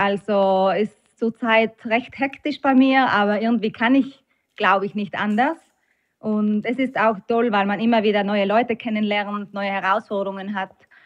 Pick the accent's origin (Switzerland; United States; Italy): Italy; Antholz, Trentino-Alto Adige; accent: South Tyrolean dialect; first language South Tyrolean dialect; Wir sind ja zu Hause aufgewachsen mit dem Südtiroler Dialekt. In der Schule hatten wir dann Hochdeutsch.